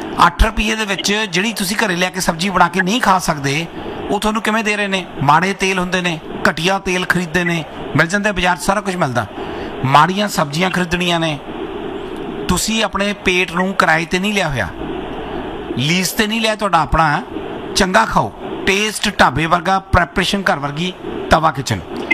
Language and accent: Punjabi; Ludhiana, Punjab, India; moved away; ਮੈਂ ਵੀ ਲੁਧਿਆਣੇ ਤੋਂ ਆ ਜੀ।